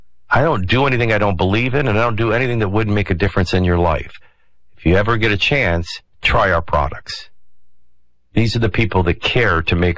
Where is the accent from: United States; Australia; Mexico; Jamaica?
United States; New Orleans, Louisiana; And I'm from New Orleans.